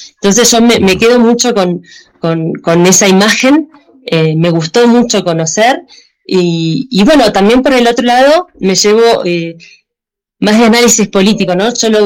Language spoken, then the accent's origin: Spanish; Argentina; vengo de un país, de Argentina, que también es bastante movilizado